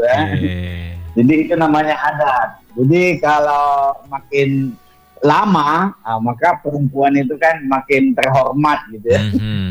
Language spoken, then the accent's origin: Indonesian; North Sumatra, Indonesia; born there; moved away; di kampung saya itu, di kampung kita sana di daerah Batak.